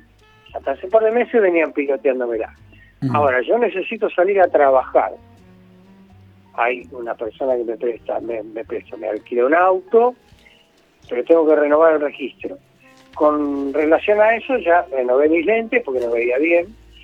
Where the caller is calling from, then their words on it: Quilmes, Buenos Aires Province, Argentina; de Quilmes.